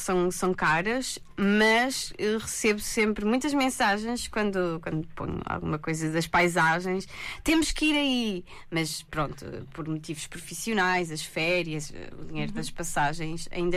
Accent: Mangualde, Viseu, Portugal; moved away as an adult; now in Santa Maria Island, Azores, Portugal; Sou de Mangualde, uma cidade no distrito de Viseu.

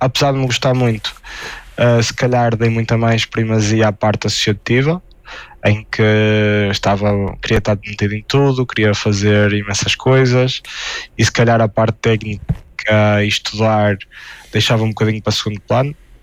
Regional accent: Ponte de Lima, Norte, Portugal; eu, que sou de Ponte Lima

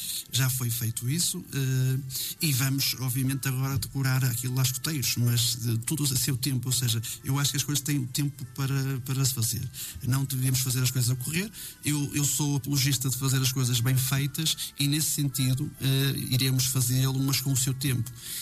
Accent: Paredes, Norte, Portugal; now in Boim, Portugal; eu sou de Paredes, vivo em Boim e estou nos Futeiros de Silvás

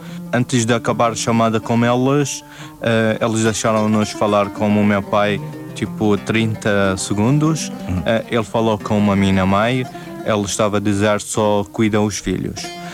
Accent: Iraq; moved away

